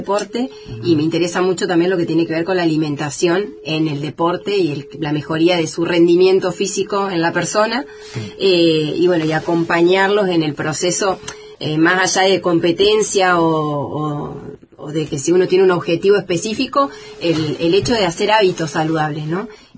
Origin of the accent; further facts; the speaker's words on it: Esquel, Chubut, Argentina; Soy de acá de Esquel